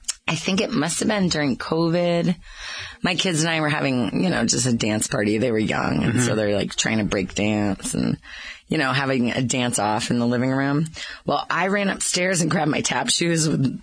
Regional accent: Newbury, New Hampshire, United States; I grew up over in Newbury, and so, you know, Blodgett's Landing is this little community on the lake

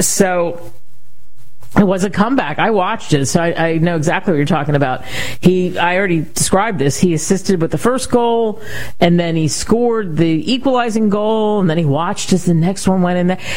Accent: Northeast, United States; moved away; I grew up in the Northeast.

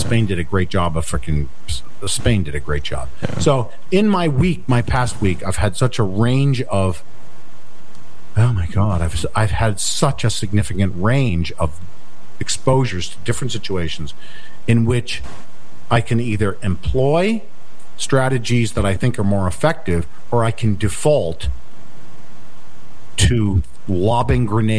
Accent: New Jersey, United States; And I'm from New Jersey.

